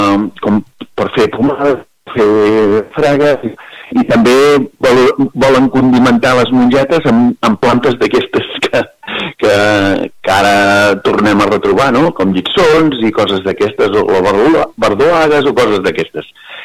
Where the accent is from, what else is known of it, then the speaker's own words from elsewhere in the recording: Castellfollit del Boix, Catalonia, Spain; som del Bages